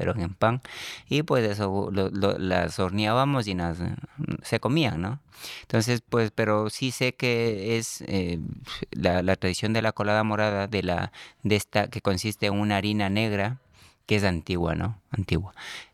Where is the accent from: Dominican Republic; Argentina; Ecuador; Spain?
Ecuador; moved away as an adult; vengo de Ecuador.